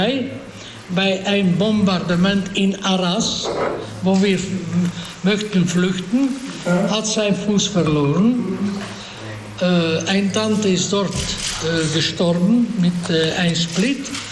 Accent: Hungary; German is a second language; moved away; also born or lived in Belgium; die Nazis wussten nicht, dass ich Jude bin, wussten nicht, dass ich Ungarer bin.

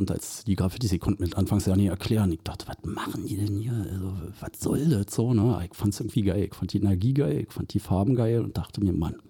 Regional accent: Berlin, Germany; Geboren in Pankow und aufgewachsen Friedrichshain und dann nach Schöneweide.

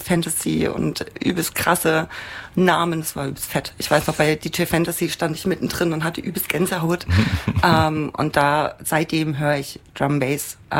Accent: western Germany, Germany; also born or lived in Mannheim; now in Leipzig, Germany; Ich muss auch dazu sagen, ich bin Wahlleipzigerin. Mhm. Ich bin aus dem Westen. Und bin in Mannheim im Connection groß geworden.

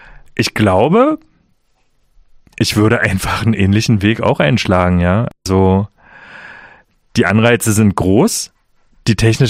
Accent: Germany; Früher war unser Hauptproblem, ich bin in der DDR groß geworden, dass es keine freien Medien gab

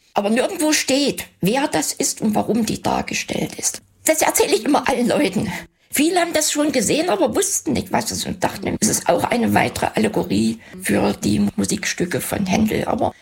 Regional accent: Saxony-Anhalt, Germany; also born or lived in Halle; Ich bin zwar in Halle geboren, aber im Umland aufgewachsen

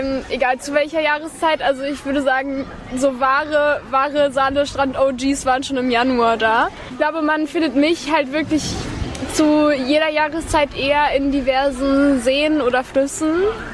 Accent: Brandenburg, Germany; weil ich habe meine Jugend auf dem Brandenburger Dorf gefristet.

